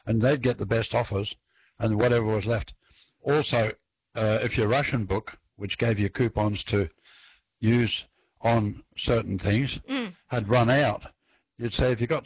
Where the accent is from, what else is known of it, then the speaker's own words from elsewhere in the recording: Northern Ireland, United Kingdom; now in Australia; I grew up when I grew up in Northern Ireland in the UK.